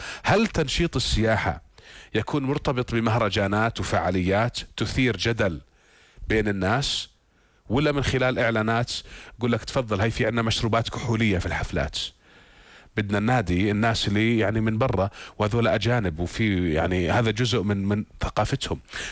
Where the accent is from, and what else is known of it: Jordan